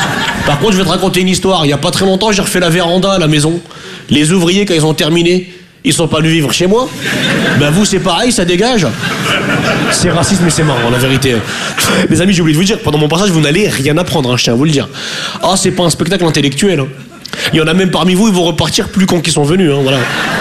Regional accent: North, France; Je viens du nord de la France.

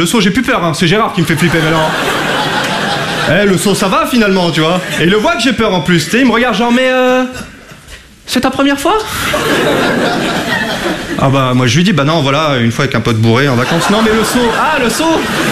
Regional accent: Hauts-de-France, France; now in Paris, France; Moi je suis pas de Paris à la base, moi je viens de Picardie.

